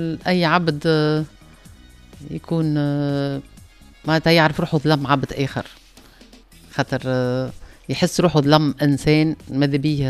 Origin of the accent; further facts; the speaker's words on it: Tunisia; معناها كي نبدا راجعة مروحة لتونس وكي نبدا لبرا نحس روحي فخورة اللي أنا تونسية فرانشمون ونغير عليها بلادي